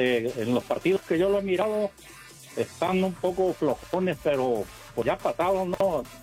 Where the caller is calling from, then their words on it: Casa Grande, Arizona, United States; Estoy para acá, para el lado de Casagrande, Arizona City.